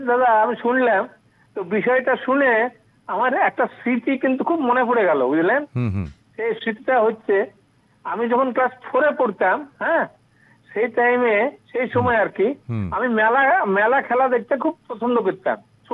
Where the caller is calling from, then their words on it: Berhampore, West Bengal, India; আমি পশ্চিমবঙ্গের মুর্শিদাবাদ জেলার বহরমপুর থেকে … বলছি দাদা।